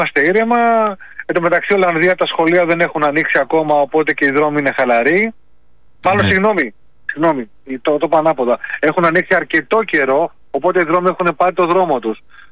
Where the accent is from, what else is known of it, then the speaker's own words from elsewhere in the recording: Velo, Peloponnese, Greece; μένω στο χωριό μου είναι το Βέλο, που είναι πριν το Κιάτο ακριβώς